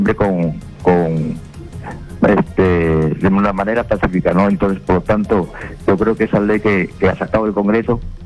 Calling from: Peru; todos como peruanos

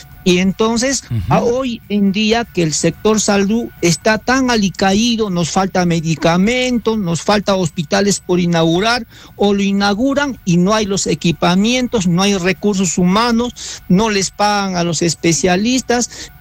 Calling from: Challhuahuacho, Apurímac, Peru; Llamo desde Chalhuahuacho, Apurímac.

